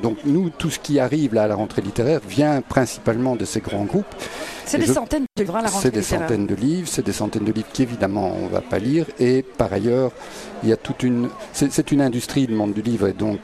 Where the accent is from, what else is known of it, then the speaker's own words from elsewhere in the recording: Belgium; now in Liège, Belgium; on est à Liège, on est belge